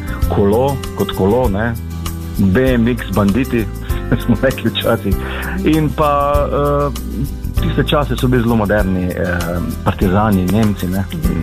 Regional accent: Velenje, Savinjska, Slovenia; Velenje. Oziroma, rodil sem se v Titovo Velenje, potem so ga spremenili v Velenje, ne?

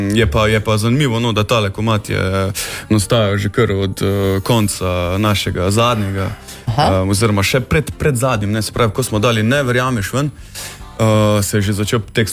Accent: Styria, Slovenia; mi smo Štajerci, tak da malo, breko, tega nemškega pridihajo vsekakor v vsakih, breko, naših besedah.

